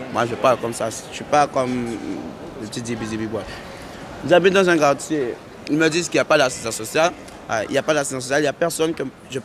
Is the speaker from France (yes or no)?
yes; France; Et je suis français et je me demande qu'est-ce qu'il y a comme pour nous, quoi.